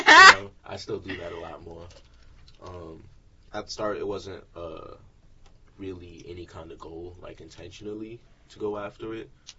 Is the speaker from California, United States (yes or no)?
no; Roosevelt, New York, United States; I'm from Roosevelt, New York. My parents' roots are in Brooklyn